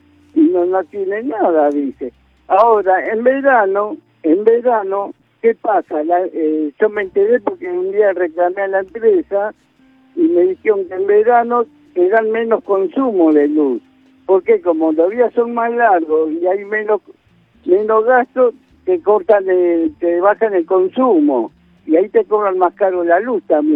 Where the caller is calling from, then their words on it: Buenos Aires, Argentina; de Colegial